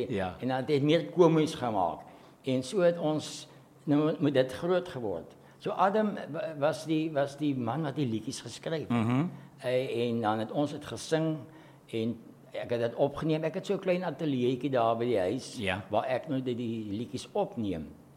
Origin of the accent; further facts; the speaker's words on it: Despatch, Eastern Cape, South Africa; Ek was 'n klipgooier, ek het 'n Dispatch groot geword. Ek is getoe daar, gebore daar. So, ja, dis waar my thuisdorp Dispatch.